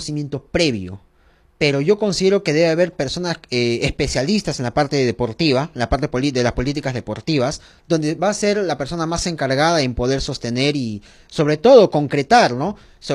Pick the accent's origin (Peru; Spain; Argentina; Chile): Peru